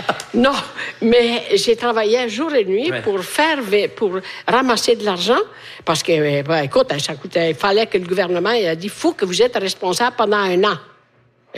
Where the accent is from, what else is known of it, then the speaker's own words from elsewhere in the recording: Italy; Puis c'est l'hiver. Chez nous, en Italie, il fait chaud.